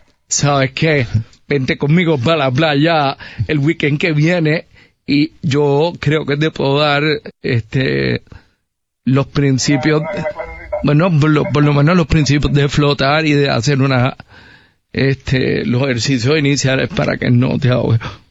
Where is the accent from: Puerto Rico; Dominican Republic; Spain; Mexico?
Puerto Rico; San Juan; yo soy de Santurce, yo he vivido toda mi vida frente a esa costa